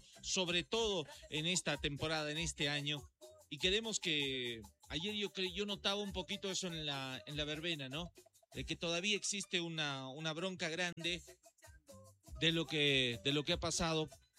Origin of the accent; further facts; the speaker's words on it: La Paz, Bolivia; a todos los que somos parte de La Paz